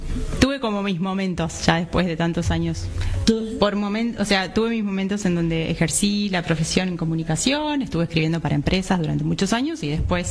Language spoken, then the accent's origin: Spanish; Tigre, Buenos Aires Province, Argentina; Sí, yo soy de Tigre, Benavides